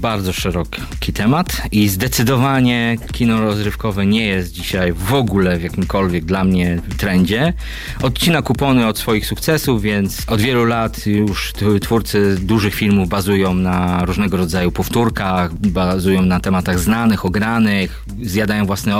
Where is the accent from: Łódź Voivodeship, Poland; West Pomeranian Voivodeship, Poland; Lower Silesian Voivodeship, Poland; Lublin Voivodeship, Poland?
West Pomeranian Voivodeship, Poland; Nowogard; Pochodzę z małego miasteczka na Pomorzu Zachodnim, z Nowogardu. Tam było kino, jest do dzisiaj, chociaż w remoncie dzisiaj, kino Orzeł, które dostarczało nam jako nastoletnim dzieciakom oczywiście tych filmowych przygód